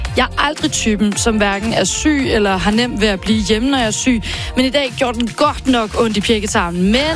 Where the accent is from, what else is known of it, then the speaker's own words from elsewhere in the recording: Jutland, Denmark; jeg er jo jyde